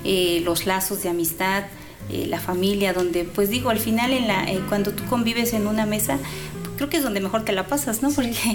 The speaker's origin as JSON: {"language": "Spanish", "country": "Mexico", "said": "nosotras como madres mexicanas"}